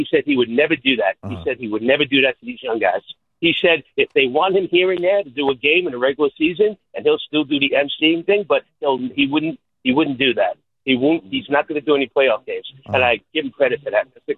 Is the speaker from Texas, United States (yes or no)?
no; New York City, New York, United States; When I grew up living in Astoria, we didn't have cable here in Astoria until like early 90s